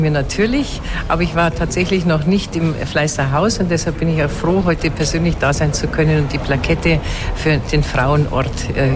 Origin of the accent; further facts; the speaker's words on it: Erding, Bavaria, Germany; Bei mir in meinem Heimatlandkreis, in meiner Heimatstadt in Erding, im Wittmann-Palais